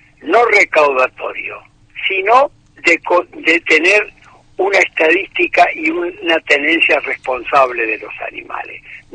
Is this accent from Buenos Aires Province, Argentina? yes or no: no; Posadas, Misiones, Argentina; now in Rosario, Argentina; Yo me crié en Posada Misiones